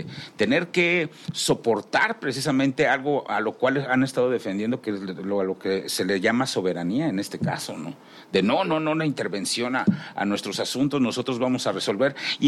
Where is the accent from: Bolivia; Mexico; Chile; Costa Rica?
Mexico; Nos ha tocado como mexicanos tener que adaptarnos a todo.